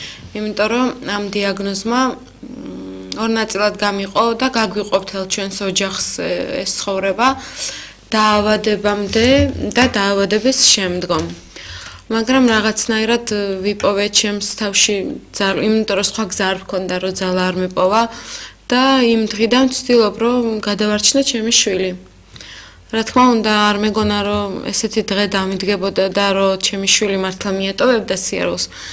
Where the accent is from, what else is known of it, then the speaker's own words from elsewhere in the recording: Abkhazia, Georgia; ჩვენ აფხაზეთიდან ვართ. იქ ცხოვრობდით